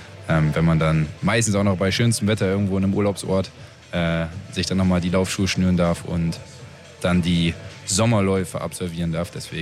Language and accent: German; Oldenburg, Lower Saxony, Germany; Also ich habe noch auf der schönen Haaren-Esch-Anlage und das war eine schöne große Rasenf